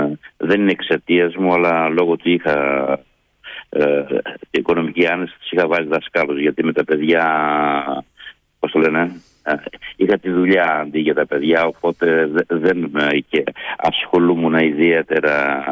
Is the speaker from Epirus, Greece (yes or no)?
yes; Markiniada, Epirus, Greece; born there; moved away; Γεννήθηκα στη Μαρκινιάδα Άρτας, είναι ένα κοριό πάνω από το Πέτα.